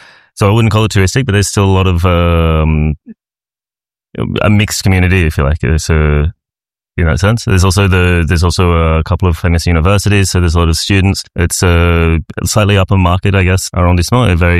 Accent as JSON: {"language": "English", "town": "Byron Bay", "region": "New South Wales", "country": "Australia", "tie": "born or raised there", "also_born_or_lived": "Sydney", "moved": "yes", "lives_now": "Paris, France", "said": "I was born in Sydney. I grew up in Byron Bay"}